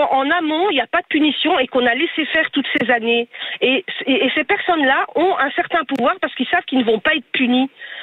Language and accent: French; Schaerbeek, Brussels-Capital Region, Belgium; moved away as an adult; now in Wavre, Belgium; Moi, j'ai grandi à Schaerbeek.